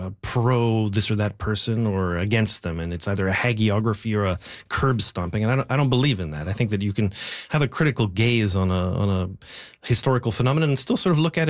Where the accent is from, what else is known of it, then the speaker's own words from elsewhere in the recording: Winnipeg, Manitoba, Canada; I am originally from Winnipeg